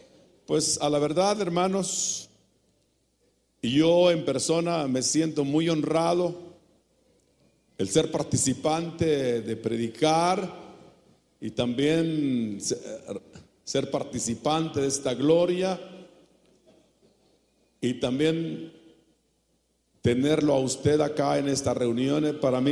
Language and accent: Spanish; Guatemala